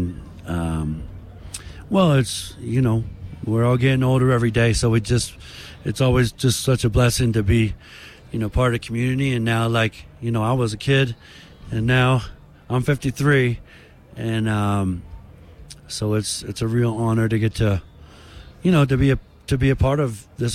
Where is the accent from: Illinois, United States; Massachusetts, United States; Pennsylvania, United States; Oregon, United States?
Pennsylvania, United States; Philadelphia; I grew up in Philadelphia, and, well, you know, it could be kind of rough sometimes